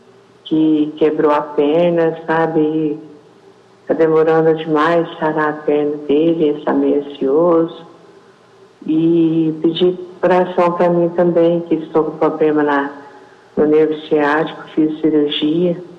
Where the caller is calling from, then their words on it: Perdões, Minas Gerais, Brazil; Eu falo de Perdões, Minas Gerais.